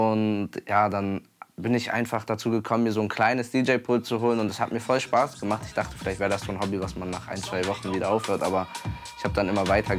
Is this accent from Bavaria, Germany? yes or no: no; Bremen, Germany; 17 Jahre alt, ich bin in Bremen geboren und aufgewachsen.